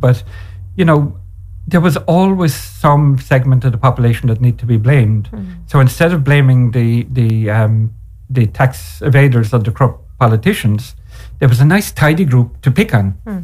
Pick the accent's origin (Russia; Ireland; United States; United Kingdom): Ireland; we've been there as Irish people.